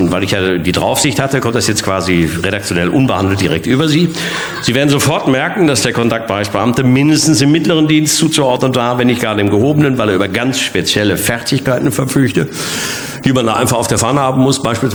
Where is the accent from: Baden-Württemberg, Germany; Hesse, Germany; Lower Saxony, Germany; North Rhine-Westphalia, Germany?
North Rhine-Westphalia, Germany; Bochum; born or raised there